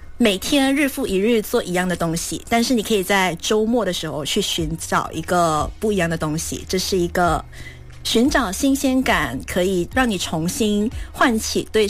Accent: Malaysia; 就是我们是马来西亚人嘛，马来西亚人的话就是没有冬天的装备

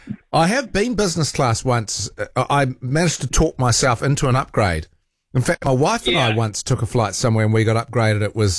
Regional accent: New Zealand; would I say I'm a proud New Zealander?

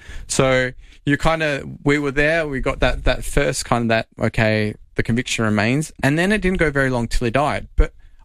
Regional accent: Australia; moved away as an adult; now in Norway; As an Australian

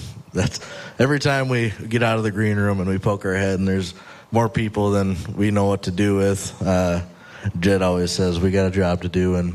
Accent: South Dakota, United States; I'm from South Dakota, the prairie, so it's, there we go.

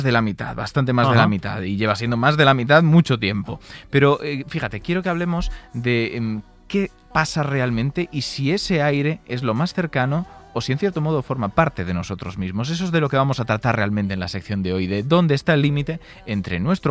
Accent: Galicia, Spain; Yo es que soy gallego, ¿eh?

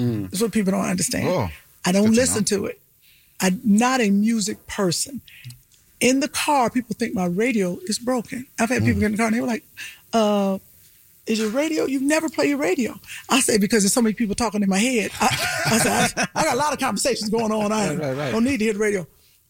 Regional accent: Cleveland, Ohio, United States; moved away as an adult; I'm from Cleveland.

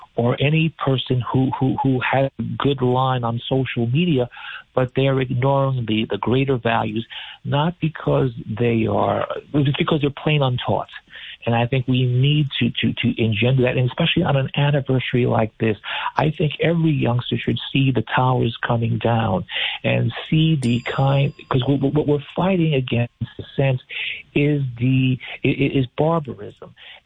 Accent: New York, United States; He's sort of anathema to many of the beliefs that I have, both as a New Yorker and as an American.

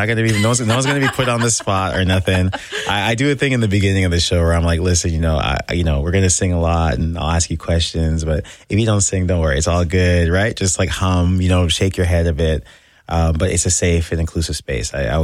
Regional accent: Scarborough, Ontario, Canada; like back where I'm from in Scarborough. I grew up in Scarborough, and there's a big Jamaican and black population there.

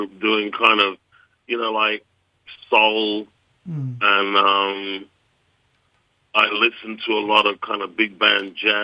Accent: England, United Kingdom; I grew up in England.

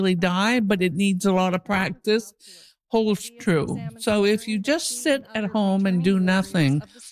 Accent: Quebec, Canada; moved away; I'm a retired teacher. I'm originally from Quebec

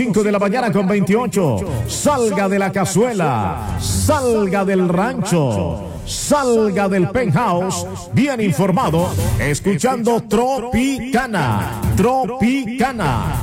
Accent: Villanueva, Colombia; now in Cartagena, Colombia; Hoy un abrazo para mi gente de Villanueva, San Juan del Chivirihuaco, mi tierra. Un abrazo, un apretón de manos para los villanueveros.

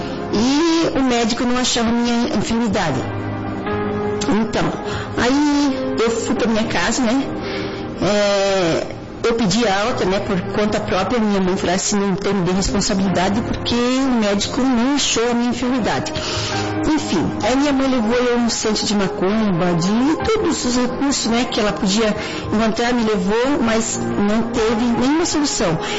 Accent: Joinville, Santa Catarina, Brazil; sou da cidade de Joinville, Santa Catarina.

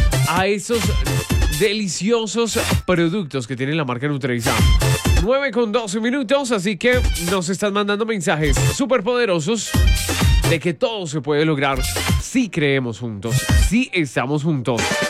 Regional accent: Colombia; sino en todo lo que somos como colombianos

